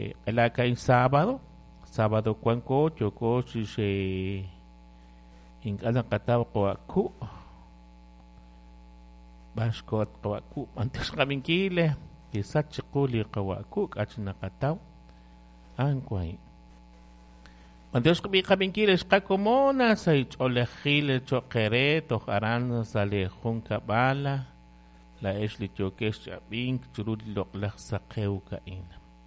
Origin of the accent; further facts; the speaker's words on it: San Juan Chamelco, Alta Verapaz, Guatemala; Bal, yo soy de San Juan Chamelco, Manteos Kilbala, Chamelco